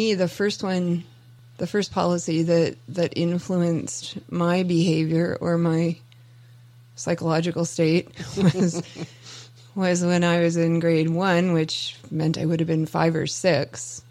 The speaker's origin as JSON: {"language": "English", "town": "Fredericton", "region": "New Brunswick", "country": "Canada", "tie": "born or raised there", "said": "my hometown of Fredericton"}